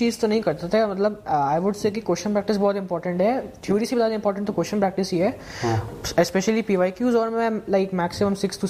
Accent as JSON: {"language": "Hindi", "town": "Faridabad", "region": "Haryana", "country": "India", "said": "मैं फरीदाबाद का रहने वाला हूँ"}